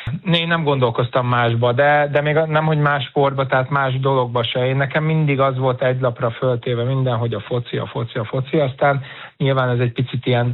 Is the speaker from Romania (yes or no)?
no; Budapest, Hungary; amikor tényleg az MTK pályán, a Csömri úton, amit felnőttem